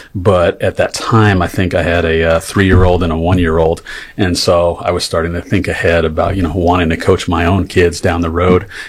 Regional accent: New York, United States; I never had a dad growing up in New York. My grandparents were Lutheran missionaries

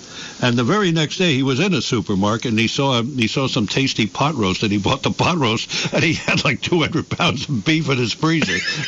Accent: New York, United States; now in Vermont, United States; I grew up in New York. And I just assumed that all potatoes tasted like Long Island potatoes.

